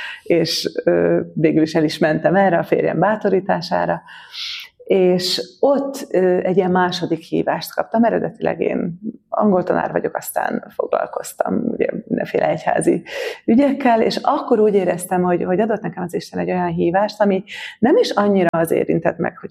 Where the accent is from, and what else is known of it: Zakarpattia Oblast, Ukraine